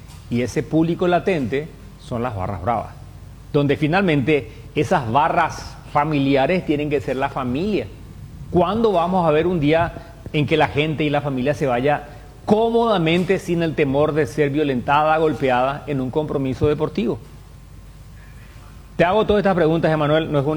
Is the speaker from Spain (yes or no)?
no; Paraguay; Como paraguayo te puedo decir